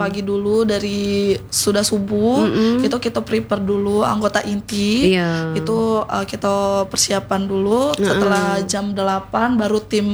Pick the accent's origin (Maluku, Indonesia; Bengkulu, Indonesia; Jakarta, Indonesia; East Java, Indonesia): Bengkulu, Indonesia; Kita asli Bengkulu, asli Bengkulu.